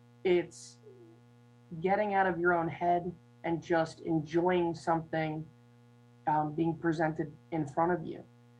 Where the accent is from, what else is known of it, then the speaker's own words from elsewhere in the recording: Abington, Pennsylvania, United States; I grew up in a suburb just outside of Philadelphia called Abington. Very small, middle-class, you know, suburban neighborhood.